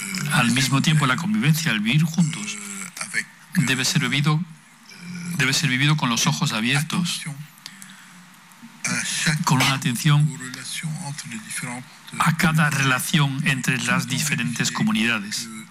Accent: Lebanon; moved away; Yo, que crecí en el Líbano, sé algo de eso un poco.

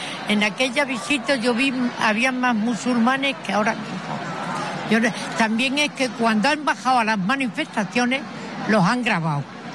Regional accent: Ceuta, Spain; moved away as an adult; now in Cartagena, Spain; Yo soy caballa, soy nacida en Ceuta, criada en Ceuta, pero pues me casé, mi marido es marino y vivimos en varios sitios. Yo ahora vivo en Cartagena.

